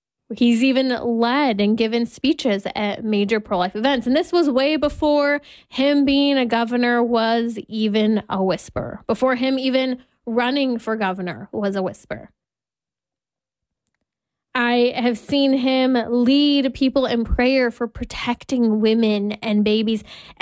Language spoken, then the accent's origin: English; California, United States; Because I love my home state of California.